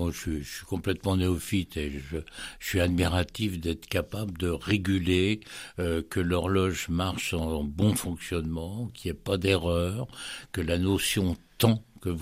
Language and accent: French; Bourgogne-Franche-Comté, France; on est jurassien